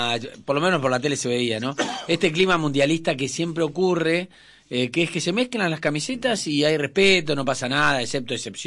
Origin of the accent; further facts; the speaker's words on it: Argentina; now in United States; un argentino en Estados Unidos, economista, hincha de Boca.